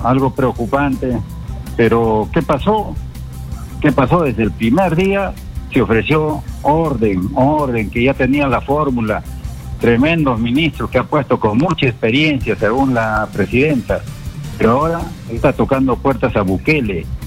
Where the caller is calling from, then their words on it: Peru; lo que nos sucede acá en el sur del país.